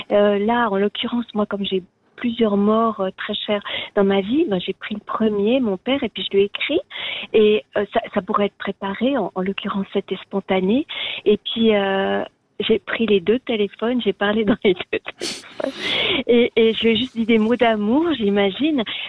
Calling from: Neuchâtel, Switzerland; moi j'habite à Neuchâtel

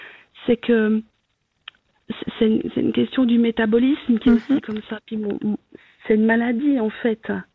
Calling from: Solothurn, Switzerland; Alors, moi, j'appelle du canton de Soleure.

